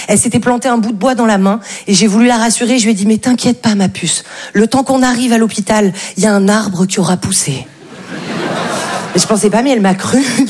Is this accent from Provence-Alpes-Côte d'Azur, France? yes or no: yes; Val-de-Blore, Provence-Alpes-Côte d'Azur, France; moi je viens d'un tout petit village qui s'appelle Val-de-Blore. Vous connaissez ? Non, évidemment. Personne ne connaît Val-de-Blore.